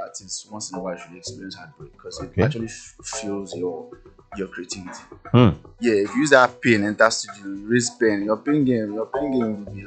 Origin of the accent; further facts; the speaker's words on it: Anambra, Nigeria; From Anambra State.